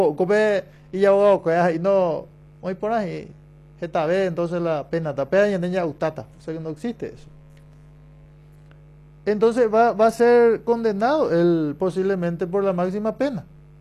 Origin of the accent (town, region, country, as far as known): Paraguay